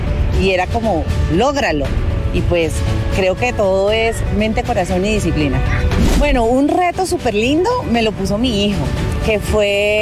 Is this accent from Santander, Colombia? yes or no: yes; Santander, Colombia; now in Bogotá, Colombia; Soy santandereana y vivo sola con mi hijo en Bogotá.